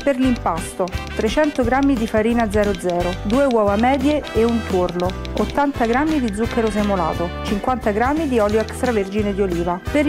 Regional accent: Carsoli, Abruzzo, Italy; Io vengo da Carzoli, in provincia dell'Aquila.

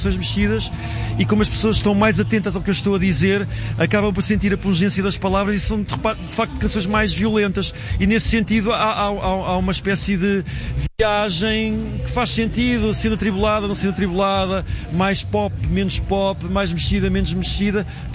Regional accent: Beira, Portugal; moved away; sendo uma pessoa assumidamente beirã de uma cidade pequena do interior

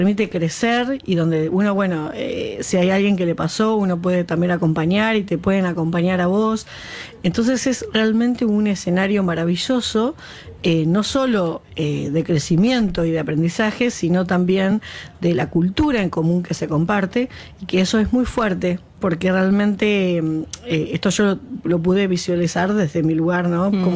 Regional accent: Tapalqué, Buenos Aires Province, Argentina; Y no, acá me doy cuenta que también de mi pueblo, que es Tapalqué, soy la única productora que ha llegado con vacunos, con un animal bovino, digamos, acá a la rural.

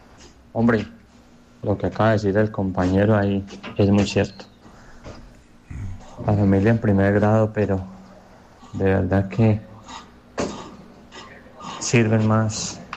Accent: Colombia; como familia que somos colombianos.

